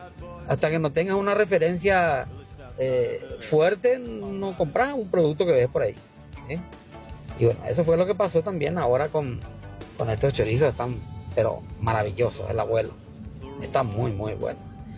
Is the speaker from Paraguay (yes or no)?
yes; Paraguay